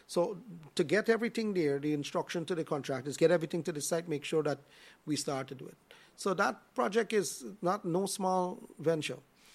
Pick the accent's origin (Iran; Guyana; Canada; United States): Guyana; Vreed en Hoop, Essequibo Islands-West Demerara; I born and raised in Vredenhope.